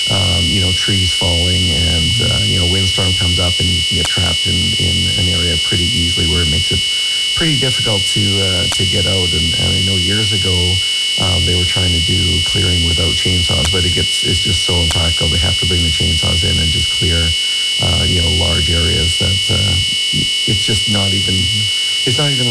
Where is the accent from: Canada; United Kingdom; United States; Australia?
Canada; Thunder Bay, Ontario; I grew up in Thunder Bay my whole life